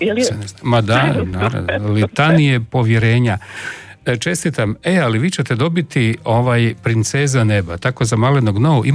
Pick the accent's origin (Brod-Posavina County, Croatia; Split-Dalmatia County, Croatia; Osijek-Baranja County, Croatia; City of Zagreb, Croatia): Osijek-Baranja County, Croatia; Osijek; rekao ste vi gospođo možda iz Osijeka, jesam, kako znate, pa rekao nije teško.